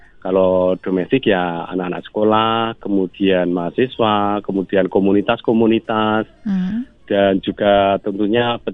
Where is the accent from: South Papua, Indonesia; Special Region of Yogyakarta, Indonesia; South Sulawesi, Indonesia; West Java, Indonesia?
Special Region of Yogyakarta, Indonesia; tradisi budaya yang ada di desa kami di Ngelanggeran ini.